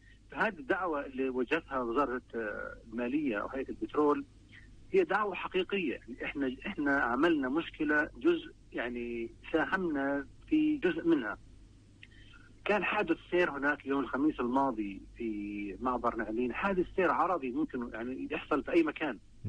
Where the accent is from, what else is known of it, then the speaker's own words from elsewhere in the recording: Palestine; في عندنا مشاكل فعلا إحنا كشعب فلسطيني بسبب الخنق الاقتصادي من الاحتلال.